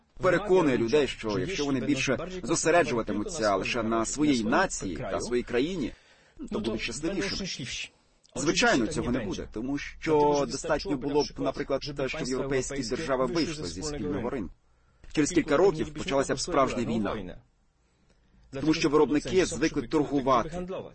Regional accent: Poland; Ми поляки

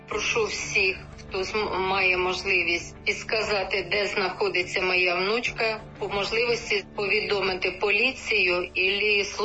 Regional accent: Cherkasy Oblast, Ukraine; я сама з Черкащини до сестри

